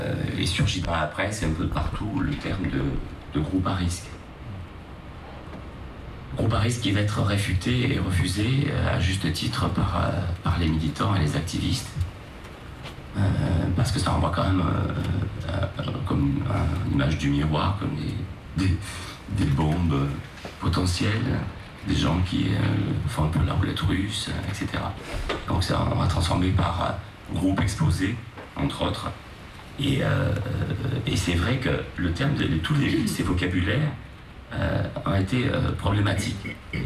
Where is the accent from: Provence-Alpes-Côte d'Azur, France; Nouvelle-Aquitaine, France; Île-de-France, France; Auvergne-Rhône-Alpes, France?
Provence-Alpes-Côte d'Azur, France; Marseille; Comme je suis marseillais, que j'exagère tout